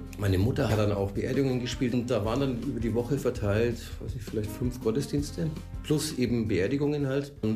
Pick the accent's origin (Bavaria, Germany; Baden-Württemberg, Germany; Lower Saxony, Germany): Bavaria, Germany; Wunsiedel; born there; Ich bin im Jean-Paul-Geburtshaus auch geboren, also wirklich ein Stock über dem Jean-Paul.